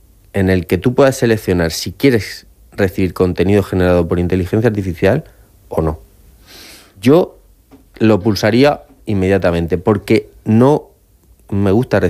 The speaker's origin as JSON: {"language": "Spanish", "town": "Cehegín", "region": "Region of Murcia", "country": "Spain", "tie": "born or raised there", "said": "de mi pueblo, de mis vecinos"}